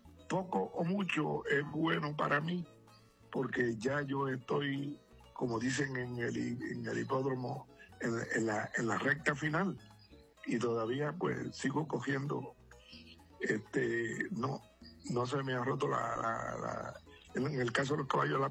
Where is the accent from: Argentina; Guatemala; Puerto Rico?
Puerto Rico; Naranjito; born there; el 6 de mi pueblo, que tú lo tienes hasta un anuncio por ahí, el 6 de Naranjito